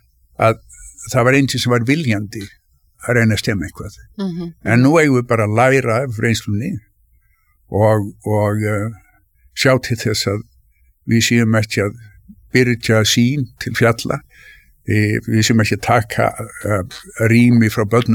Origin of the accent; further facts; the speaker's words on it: Reykjavík, Capital Region, Iceland; ég fættist 1949 og ég óks upp tölvært mikið í Norðurmýrinni.